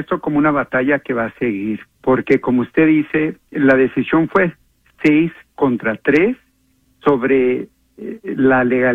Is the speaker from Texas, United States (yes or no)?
no; Los Angeles, California, United States; born there; Yo beneficié de la 14 enmienda cuando yo nací en Los Ángeles. Mis padres de México no tenían documentos y yo soy parte de esa tradición de generaciones y generaciones de americanos que han recibido su ciudadanía